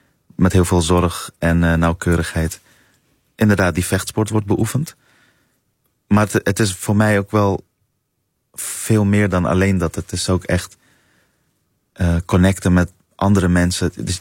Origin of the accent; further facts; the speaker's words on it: Netherlands; want dat zijn wel de romans waarmee ik ben opgegroeid in Nederland.